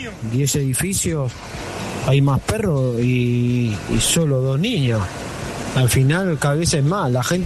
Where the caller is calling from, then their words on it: Bilbao, Basque Country, Spain; Yo vivo en Bilbao, en el País Vasco, y donde vivo yo hay más perros que niños.